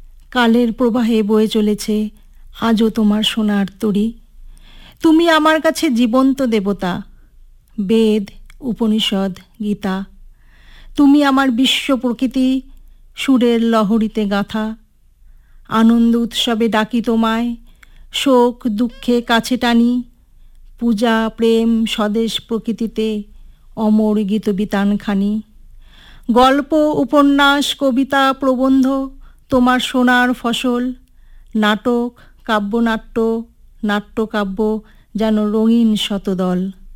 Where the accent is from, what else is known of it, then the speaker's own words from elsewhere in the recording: Siliguri, West Bengal, India; moved away as an adult; now in Jalpaiguri, India; আমি জন্মসূত্রে শিলিগুড়িতে থাকতাম, এখন আমার বিয়ে হয়েছে জলপাইগুড়িতে, ওখানেই লেখাপড়া, শিলিগুড়িতেই লেখাপড়া, ওখানেই কলেজ।